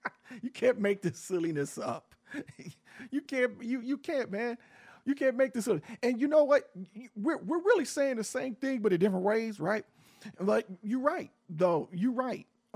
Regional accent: Cleveland, Ohio, United States; The 137 shots with Tim Russell and Melissa Williams in Cleveland from my hometown.

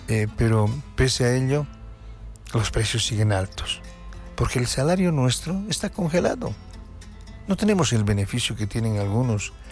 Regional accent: Bolivia; somos bolivianos

